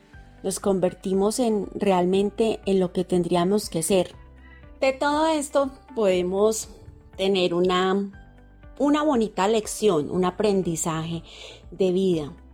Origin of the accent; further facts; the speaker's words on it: Colombia; esta experiencia que hemos vivido como colombianos, como país